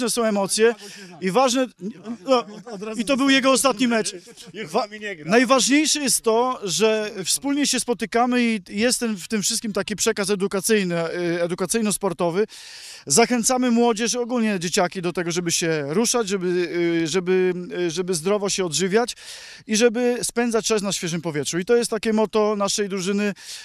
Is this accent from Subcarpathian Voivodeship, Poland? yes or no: no; Szczecin, West Pomeranian Voivodeship, Poland; jestem ze Szczecina